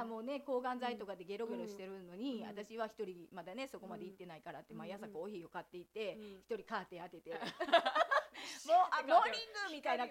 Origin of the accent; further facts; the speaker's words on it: Osaka, Japan; うちらって、まあ、大体大阪のおばちゃんやったんで、私を含め